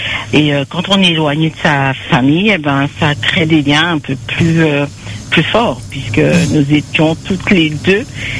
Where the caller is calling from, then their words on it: Guadeloupe; moi j'étais de la Guadeloupe